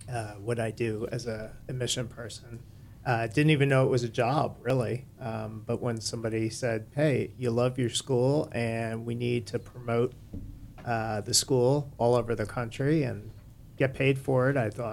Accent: New York City, New York, United States; moved away as an adult; also born or lived in Clemson, South Carolina; now in Sarasota, United States; I am from the Big Apple. I'm from New York City and grew up there, born and raised, and left to go south for college 100 years ago when I went to a school in South Carolina, Clemson.

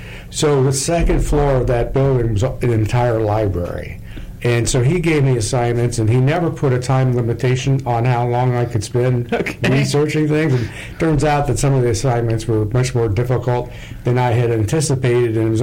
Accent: Clearwater, Florida, United States; born there; I was born in Clearwater many years ago

